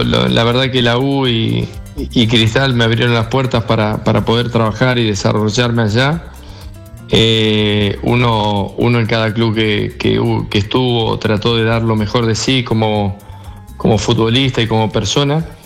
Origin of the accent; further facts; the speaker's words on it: Argentina; moved away; Yo soy argentino